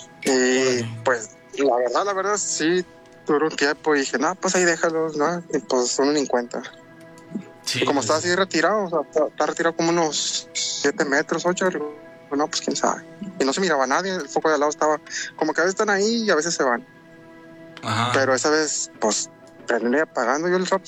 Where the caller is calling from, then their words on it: Tamaulipas, Mexico; Ok, bueno, sí … de Tamaulipas.